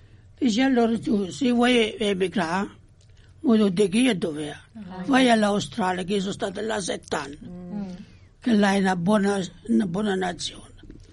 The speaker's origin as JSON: {"language": "Italian", "region": "Campania", "country": "Italy", "tie": "born there", "moved": "as an adult", "said": "Provincia di Benevento."}